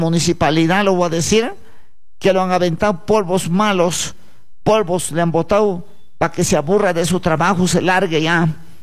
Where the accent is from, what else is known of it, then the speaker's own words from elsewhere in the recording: Cachacoto, Piura, Peru; Sí, siervos, yo soy de la provincia de Huancabamba. Mi tierra se llama Cachacoto, siervos, ya, cerca de Toluce, Sondorilio.